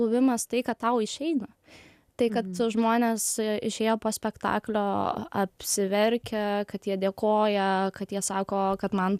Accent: Jurbarkas, Tauragė County, Lithuania; Aš, kaip man buvo 13 metų, aš sudalyvavau aktorių atrankoj, Jurbarke, aš esu iš Jurbarko

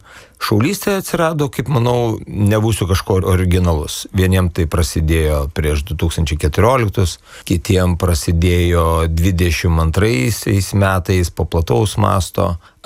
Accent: Samogitia, Lithuania; also born or lived in Klaipėda; now in Vilnius, Lithuania; kaip mes žemaičiai mėgstam sakyti

